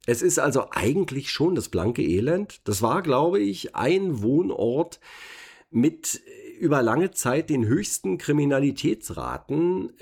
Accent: Berlin, Germany; ich bin gebürtiger Berliner und 60 Jahre alt.

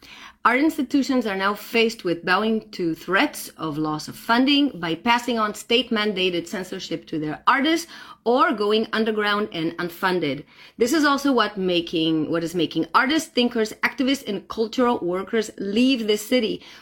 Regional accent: Palestine; now in Berlin, Germany; I am a Jew from Palestine, and my decades of political work on preserving equal rights for everyone from the river to the sea

